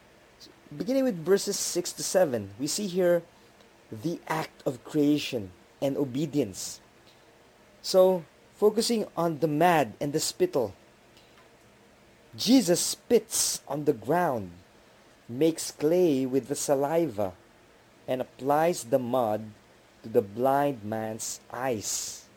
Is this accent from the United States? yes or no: no; Baguio, Cordillera Administrative Region, Philippines; moved away; my hometown back in Baguio City